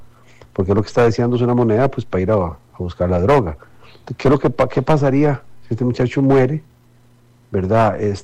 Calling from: Cartago, Costa Rica; Yo soy de Cartago.

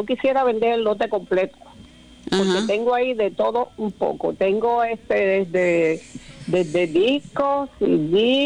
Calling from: Guánica, Puerto Rico; Estoy llamando de Guánica.

